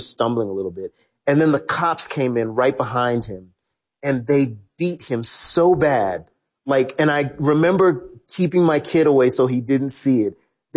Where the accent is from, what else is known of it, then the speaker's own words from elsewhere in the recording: the South, United States; as a young black kid growing up in the South, America has this wondrous ability to gaslight you.